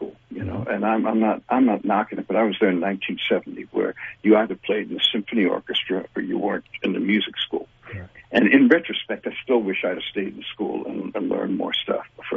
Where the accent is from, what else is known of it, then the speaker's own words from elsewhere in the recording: Detroit, Michigan, United States; I'm this bum from Detroit, man. But I grew up in the middle of a very rich musical milieu. So I went back to Detroit